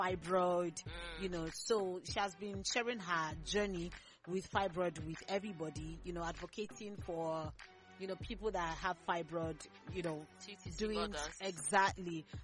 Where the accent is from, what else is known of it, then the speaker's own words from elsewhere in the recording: Abia, Nigeria; I'm not from Ola, I'm from Abia State.